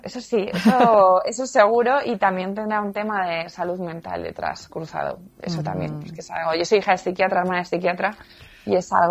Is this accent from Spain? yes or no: yes; Zaragoza, Aragon, Spain; also born or lived in San Sebastián; yo soy de Zaragoza